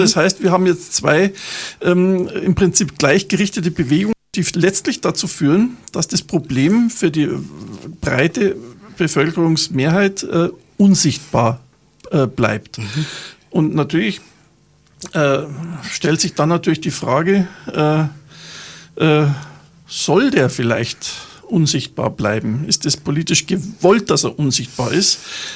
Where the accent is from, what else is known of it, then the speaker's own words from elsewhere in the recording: Bavaria, Germany; born there; ich sage es einmal bewusst ihr, weil ich als geborener, gebürtiger Bayer natürlich solche Erfahrungen nicht mache.